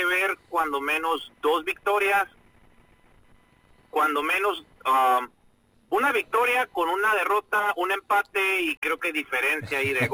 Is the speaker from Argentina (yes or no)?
no; Mexico; Somos los mexicanos, maestro.